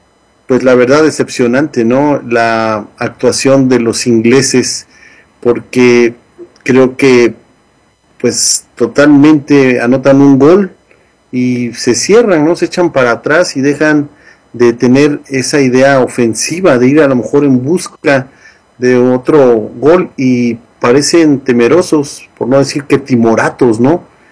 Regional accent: Mexico; porque nosotros como mexicanos, sin duda que no se nos olvida aquellas gloriosas épocas

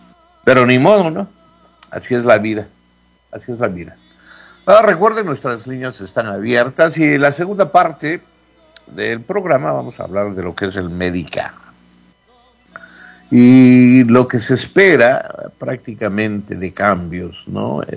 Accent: United States; Spanish is a second language; Pero antes era un orgullo decir: pucha, soy americano. Llegaba al Ecuador y me insultaban, y yo decía: pues sí, con mi país no te metas

